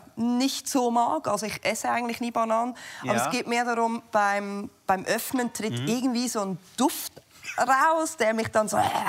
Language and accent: German; Switzerland; ich bin Schweizer.